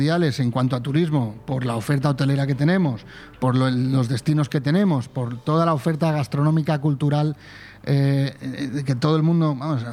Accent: Spain; Y somos muchos más españoles viviendo...

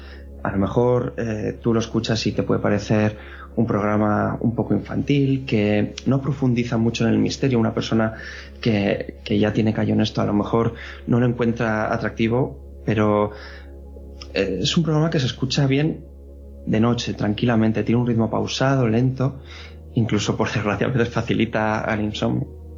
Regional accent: Basque Country, Spain; es porque yo soy del País Vasco y ahí en esta comunidad autónoma hay una mitología muy rica, muy arcaica

